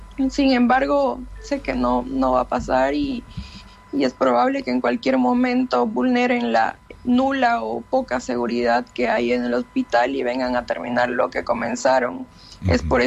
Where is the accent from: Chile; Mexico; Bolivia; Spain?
Bolivia